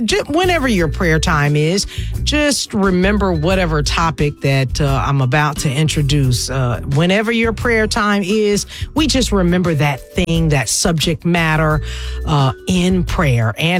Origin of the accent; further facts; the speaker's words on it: Alabama, United States; now in Jacksonville, United States; I know it definitely hit my hometown where I was born at in Alabama.